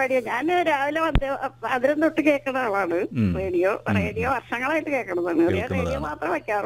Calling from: Thrissur, Kerala, India; ഞാൻ തൃശ്ശൂർ പൂങ്കുന്നത്തുനിന്നാണ്.

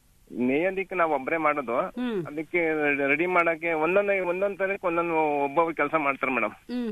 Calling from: Tiptur, Karnataka, India; Tiptur, Manjunath Nagar

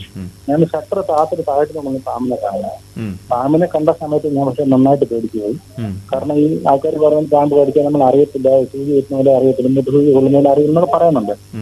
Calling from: Malayankara, Kerala, India

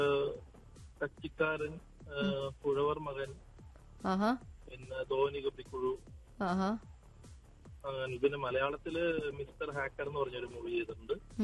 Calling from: Kochi, Kerala, India

